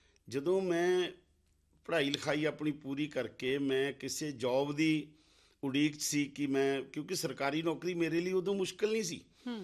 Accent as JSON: {"language": "Punjabi", "area": "Patiala district", "region": "Punjab", "country": "India", "tie": "born or raised there", "said": "ਮੇਰਾ ਜਨਮ ਪਿੰਡ ਮੰਡੌਰ ਤਹਿਸੀਲ ਨਾਭਾ ਜ਼ਿਲ੍ਹਾ ਪਟਿਆਲਾ ਵਿੱਚ ਹੋਇਆ ਸੀ।"}